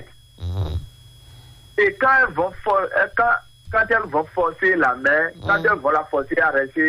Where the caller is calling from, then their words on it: Benin; J'appelle depuis Yori.